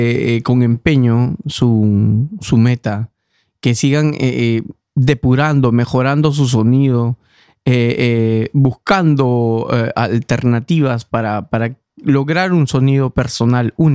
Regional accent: Trujillo, La Libertad, Peru; now in Norway; Yo soy norteño, soy de la ciudad de Trujillo.

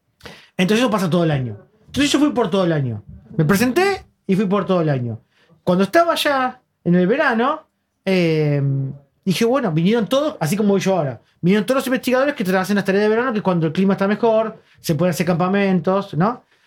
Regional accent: Buenos Aires, Argentina; Porque soy de Buenos Aires.

